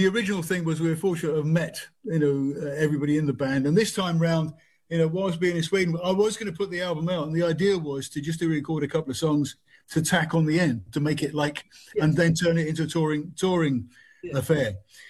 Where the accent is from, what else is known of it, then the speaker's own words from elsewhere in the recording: London, United Kingdom; I'm an Acton boy. I come from Acton in London, Acton Ealing, you know, so which is now known as the London Borough of Ealing.